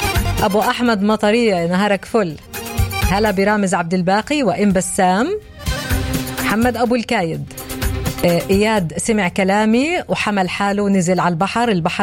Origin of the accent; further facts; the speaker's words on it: Palestine; كلنا فلسطينيين ونشبه بعض اصلا ولهجتنا لهجات متقاربه